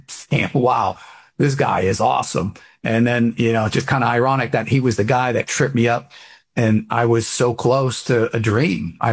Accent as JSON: {"language": "English", "town": "Buffalo", "region": "New York", "country": "United States", "tie": "born or raised there", "said": "growing up in Buffalo"}